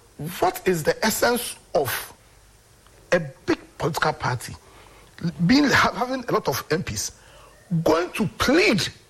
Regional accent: Ghana; I'm a Ghanaian.

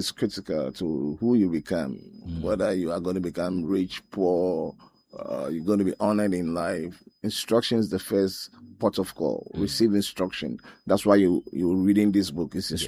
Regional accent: Accra, Greater Accra, Ghana; born there; I was born in Accra in 1958.

